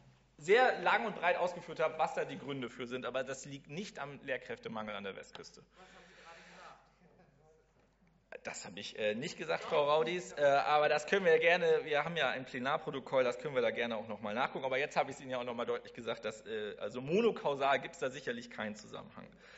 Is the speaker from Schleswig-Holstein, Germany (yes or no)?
yes; Schleswig-Holstein, Germany; Ich weiß jetzt aus dem Kopf, dass in Steinburg, wo ich herkomme, glaube ich, traditionell die Abiturquote immer also am schlechtesten ist.